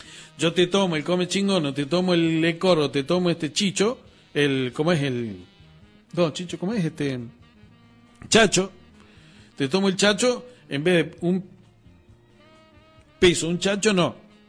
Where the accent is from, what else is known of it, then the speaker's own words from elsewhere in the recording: Argentina; nuestro peso argentino es el que tiene curso legal.